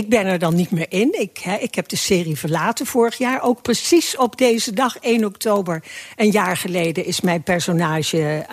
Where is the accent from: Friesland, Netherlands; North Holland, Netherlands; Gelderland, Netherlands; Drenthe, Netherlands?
Gelderland, Netherlands; Arnhem; moved away; Ik kom uit Arnhem.